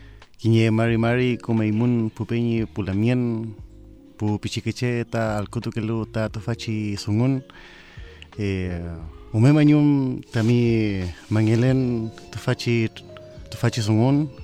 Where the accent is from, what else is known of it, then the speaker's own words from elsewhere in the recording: Araucanía, Chile; moved away as an adult; also born or lived in Los Ríos Region; now in Los Lagos Region, Chile; Bueno, yo vengo de un sector rural que está ubicado en las cercanías de Vilcún. Eso es en la Araucanía.